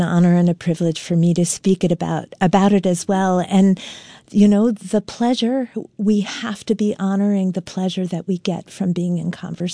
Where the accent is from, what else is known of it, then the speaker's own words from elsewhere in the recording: New York, United States; moved away as an adult; now in Vermont, United States; I mean, I'm not born and raised here. I'm a New Yorker. I came up here the summer of 2000